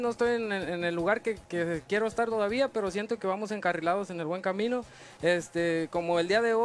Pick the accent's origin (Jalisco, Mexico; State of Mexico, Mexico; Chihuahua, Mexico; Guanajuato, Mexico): Jalisco, Mexico; Mexticacán; moved away as an adult; now in United States; Nosotros somos originarios de Mexicacán, Jalisco.